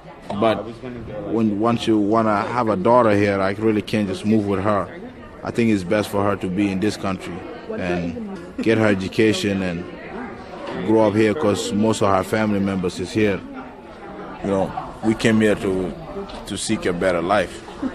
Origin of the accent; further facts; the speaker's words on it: Acholi, Sudan; first language Acholi; English is a second language; now in United States; In Sudan, right? In Sudan, the national language is Arabic. But Sudan is mixed with a whole bunch of tribes, and my native language is Acholi. I'm from the Acholi tribe, you know? And I speak Acholi, Arabic, English is my third language.